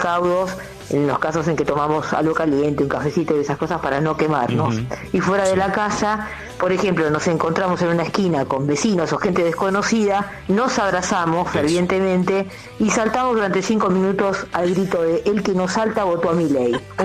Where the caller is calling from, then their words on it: La Plata, Buenos Aires Province, Argentina; de La Plata.